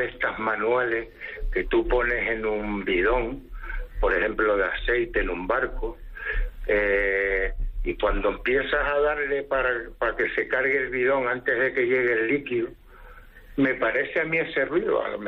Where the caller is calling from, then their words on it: Tenerife, Canary Islands, Spain; Desde Tenerife.